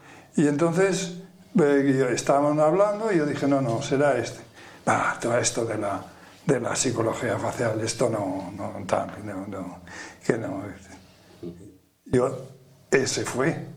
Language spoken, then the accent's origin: Spanish; Aragon, Spain; de la provincia de Huesca, de donde soy yo